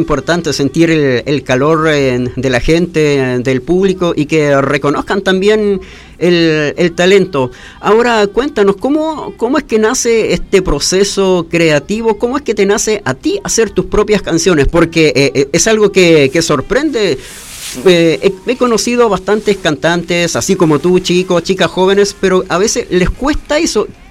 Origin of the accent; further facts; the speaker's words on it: Talcahuano, Biobío, Chile; Somos de acá, de Talcahuano, tenemos que estar presente con toda nuestra gente